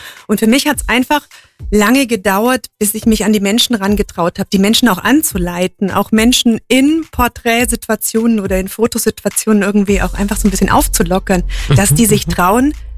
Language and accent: German; Memmingen, Bavaria, Germany; also born or lived in Munich; Genau, ich bin Memmingerin und war 20 Jahre in München